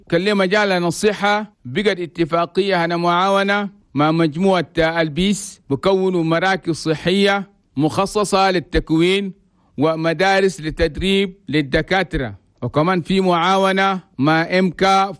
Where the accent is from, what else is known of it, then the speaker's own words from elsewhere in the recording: Chad; بلدنا تشاد